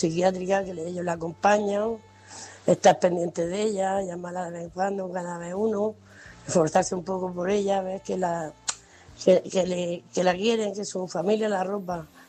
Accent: Murcia, Region of Murcia, Spain; de Murcia y quería aconsejar a Carmen

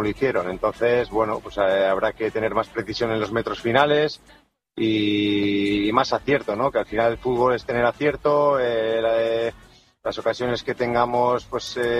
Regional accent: La Rioja, Spain; Somos los dos riojanos

